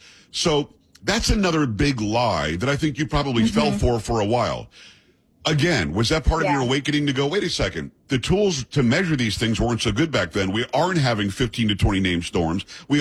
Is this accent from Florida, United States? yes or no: yes; Florida, United States; I grew up in South Florida, and we had hurricanes when I was growing up.